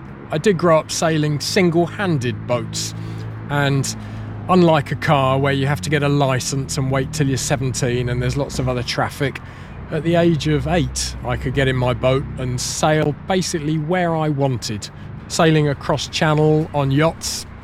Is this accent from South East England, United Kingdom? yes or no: no; Mersea Island, Essex, East of England, United Kingdom; also born or lived in Ashington, Northumberland / boarding school; now in West Yorkshire, United Kingdom; But quickly we moved down, not to Australia, which some people think, but Essex, to the Essex Marshes, Mersey Island. And I had 18 years or so growing up there.